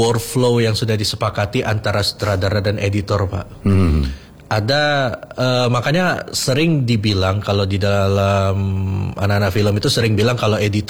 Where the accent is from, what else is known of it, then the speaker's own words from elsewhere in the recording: Jambi, Indonesia; moved away; saya anak asli Jambi yang mencari ilmu di luar